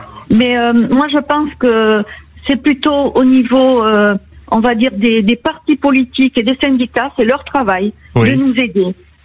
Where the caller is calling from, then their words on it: Vendargues, Occitanie, France; Oui, bonsoir, voilà, je vous appelle de Vandarc.